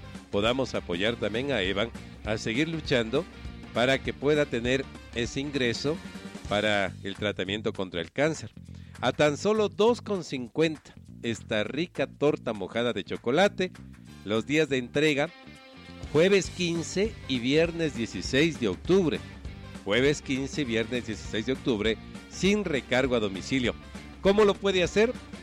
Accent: Quito, Pichincha, Ecuador; Y hagamos también de nuestro corazón solidario, como somos los quiteños, para ayudar a Evan.

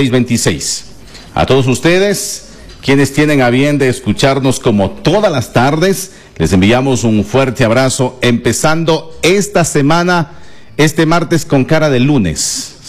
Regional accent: Ecuador

